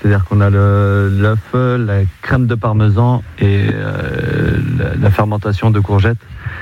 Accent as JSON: {"language": "French", "town": "Lyon", "region": "Auvergne-Rhône-Alpes", "country": "France", "moved": "yes", "said": "Je viens de Lyon"}